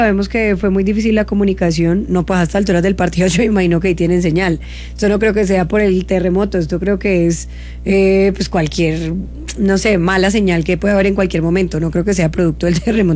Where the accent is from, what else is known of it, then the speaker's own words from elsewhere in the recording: Cali, Valle del Cauca, Colombia; Claro, pues que yo soy de Cali y yo hablo, yo tengo mi acento